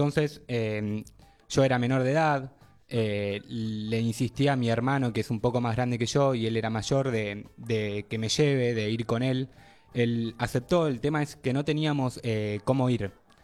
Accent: Puan, Buenos Aires Province, Argentina; born there; salimos de mi pueblo, de Puan

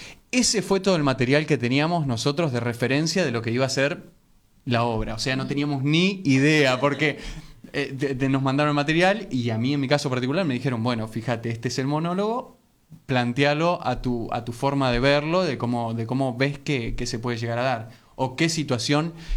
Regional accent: Río Negro, Argentina; moved away as an adult; now in Buenos Aires, Argentina; yo hace muy poco que estoy en Buenos Aires, hace 5 meses aproximadamente. Yo vengo del interior de Río Negro.

